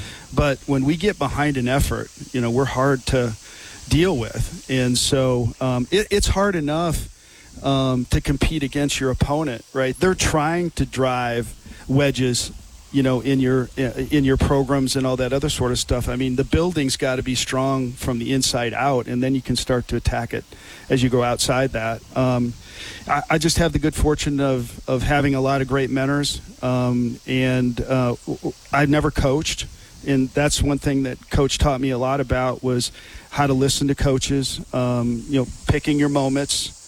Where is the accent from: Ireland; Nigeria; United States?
United States; Wisconsin; I grew up here. This is a special, iconic place.